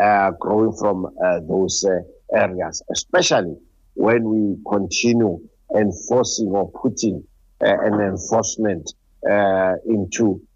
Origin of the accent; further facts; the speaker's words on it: South Africa; as South African